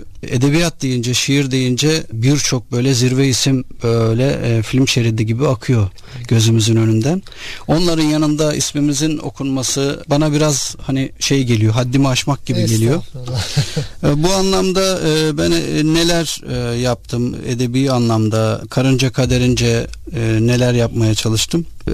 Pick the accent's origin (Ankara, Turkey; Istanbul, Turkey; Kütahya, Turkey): Istanbul, Turkey; born there; ben 1973 yılında İstanbul'da doğdum.